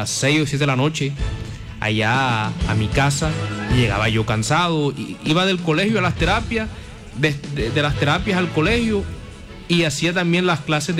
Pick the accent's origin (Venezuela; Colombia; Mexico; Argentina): Colombia; Barranquilla, Atlántico; born there; also born or lived in Valledupar, Cesar / Fonseca, La Guajira; Entonces yo me vine a vivir aquí a Barranquilla. A propósito, yo tengo 15 años viviendo aquí en Barranquilla, gracias a Dios. Me vine a vivir a Barranquilla eso de los 7, 8 años